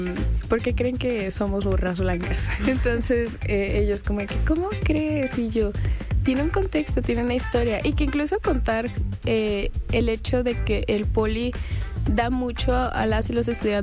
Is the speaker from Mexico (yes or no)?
yes; Sonora, Mexico; moved away as an adult; cómo es ser un sonorense fuera del estado, ¿no? De que lo confunden que es de Monterrey, y justamente me pasa igual